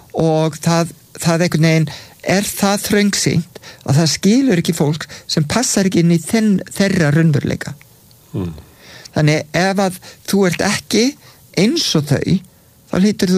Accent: Reykjavík, Capital Region, Iceland; veturinn þegar ég var allast upp í Breiðholtinu, það var endalausir vetrastormar og allt brjálað.

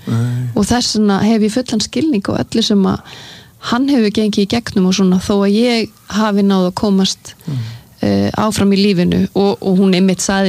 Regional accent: Sweden; born or raised there

